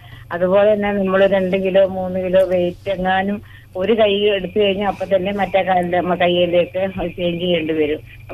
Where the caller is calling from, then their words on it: Koratty, Kerala, India; ഞാൻ ചാലക്കുടി കൊരട്ടിയിൽ നിന്നാണ് വിളിക്കുന്നത്.